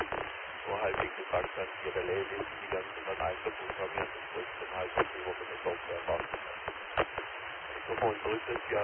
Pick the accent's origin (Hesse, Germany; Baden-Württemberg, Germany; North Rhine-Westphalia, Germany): Baden-Württemberg, Germany; accent: Swabian; du hast vielleicht auch meine Sprache gehört, ich komme aus dem Wohngebiet, ich komme da aus Baden-Württemberg, sozusagen aus dem Schwäbischen, aus dem Hohenlohe in die Gegend.